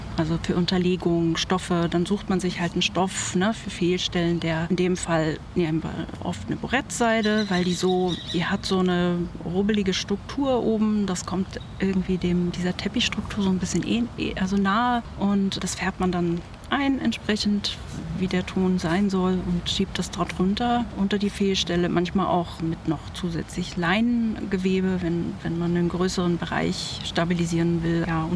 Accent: Potsdam, Brandenburg, Germany; ich komme aus Potsdam. Ich bin Potsdamerin und Land Brandenburg.

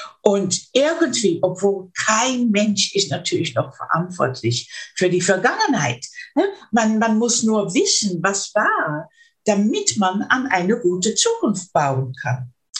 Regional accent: Netherlands; German is a second language; ich bin ja Niederländerin, ne, nicht, ab und zu ist es nicht so einfach, um mich auf Deutsch richtig auszudrücken.

